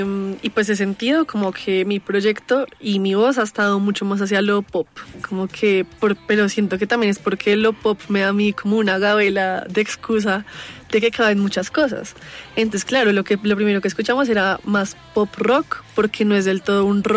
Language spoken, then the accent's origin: Spanish; Colombia; y pues yo siendo colombiana, siento que como que mi sangre no me permite tampoco restringirme a una sola cosa